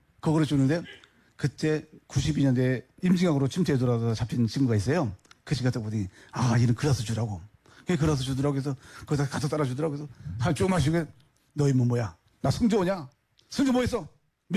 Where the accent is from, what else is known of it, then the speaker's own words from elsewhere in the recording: North Korea; moved away as an adult; now in South Korea; 난 북한 놈 맞아 그렇게 폭로해 버렸어요.